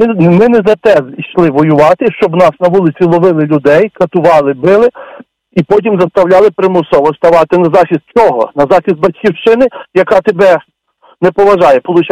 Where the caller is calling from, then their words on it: Ivano-Frankivsk, Ivano-Frankivsk Oblast, Ukraine; я з Івано-Франківська.